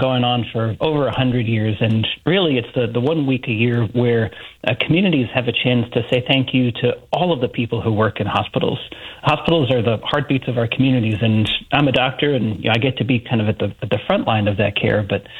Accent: North Carolina, United States; I come from Carolina

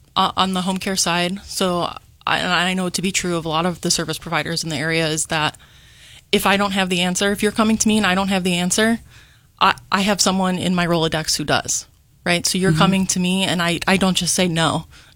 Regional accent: Syracuse, New York, United States; moved away as an adult; now in Rochester, United States; Yeah, so I can say I've been in the Rochester area for about 10 years now. I love it here. I grew up in the Syracuse area

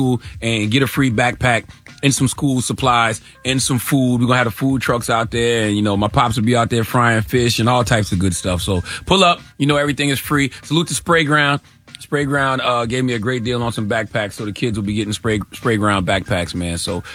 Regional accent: Moncks Corner, South Carolina, United States; my hometown in Mounts Corner, South Carolina

